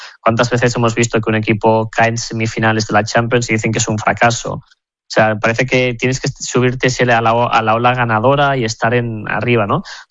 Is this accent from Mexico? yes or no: no; Sabadell, Catalonia, Spain; born there; Yo soy nacido en Sabadell